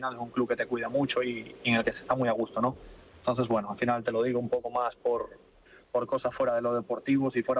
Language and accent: Spanish; Vigo, Galicia, Spain; Yo que soy de Vigo